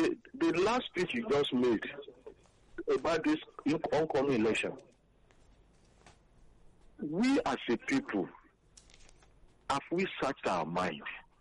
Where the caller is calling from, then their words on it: Kwara, Nigeria; I'm from Kwara State.